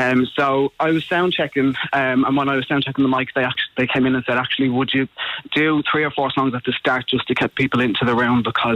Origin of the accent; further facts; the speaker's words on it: Dublin, Leinster, Ireland; now in London, United Kingdom; I'm from Blanchardstown.